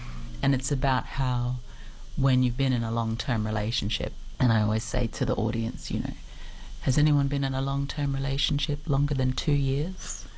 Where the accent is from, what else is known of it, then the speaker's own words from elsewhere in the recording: Townsville, Queensland, Australia; Like, growing up in Townsville, and I used to go to a couple of different churches.